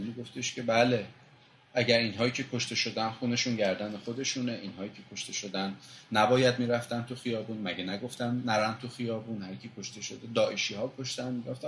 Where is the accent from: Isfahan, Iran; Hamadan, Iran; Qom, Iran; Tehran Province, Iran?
Qom, Iran; تو قم بزرگ شدم و فکر میکنم نزدیک 7 سال تو قم طلبه بودم